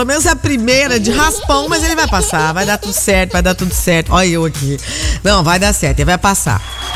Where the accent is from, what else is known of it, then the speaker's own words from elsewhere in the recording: Brazil; Nós somos brasileiros